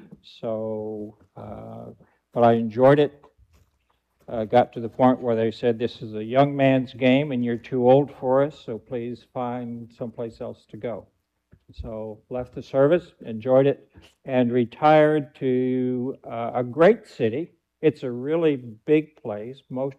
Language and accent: English; Albuquerque, New Mexico, United States; also born or lived in Denver, Colorado / California; I was born in Denver, Colorado, and I was there long enough to be hatched. Then my parents went to California for a few years. Then they came back to New Mexico. New Mexico was where, in Albuquerque, where I went